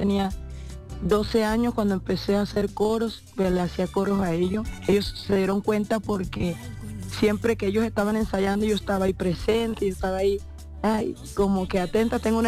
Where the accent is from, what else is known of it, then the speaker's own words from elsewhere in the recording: Sevilla, Magdalena, Colombia; also born or lived in Riohacha, La Guajira; Costeña, bueno. Señor, costeña. Nacida en Riohacha, Guajira, pero me crié cerca de Santa Marta, en un pueblo que se llama Sevilla, zona bananera.